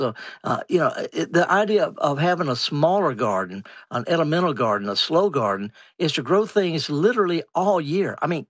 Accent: Mississippi, United States; Well, it could be, whether you're from Michigan, I'm from Mississippi, I garden half the year in England, and they're completely different climates

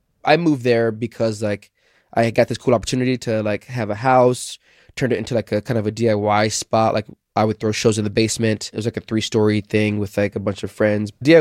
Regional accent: Naperville, Illinois, United States; I was born in Naperville, Illinois, and I graduated high school from Naperville, but I moved around a lot as a kid because my father was in the military

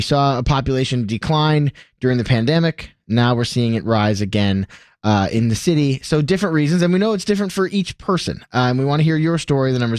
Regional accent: Michigan, United States; Even larger outbreak in my home state of Michigan.

